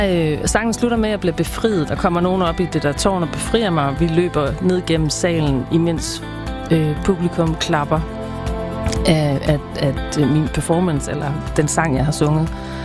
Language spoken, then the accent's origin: Danish; Nyborg, Region of Southern Denmark, Denmark; Vi skal til Nyborg, hvor jeg kommer fra.